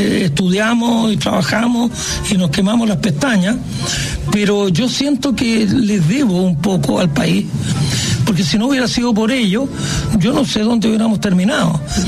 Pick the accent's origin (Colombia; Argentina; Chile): Chile; Parral, Maule; now in Santiago, Chile; Pero Chile nos dio una oportunidad. Yo me crié en Parral, en la escuela 1, era todo gratuito.